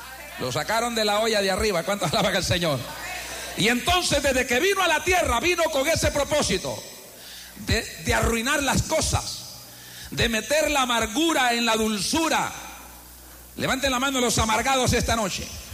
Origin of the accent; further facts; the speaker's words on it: Eastern El Salvador, El Salvador; somos salvadoreños orientales, tiene que ser el mismo nombre